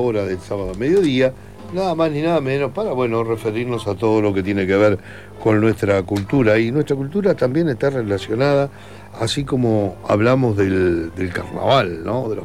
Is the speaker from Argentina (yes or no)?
no; Uruguay; born there; yo nací en un país del primer mundo y me decían, pero tú no sos uruguayo, pelado. Sí, soy uruguayo, claro. Pero yo nací en el año 46.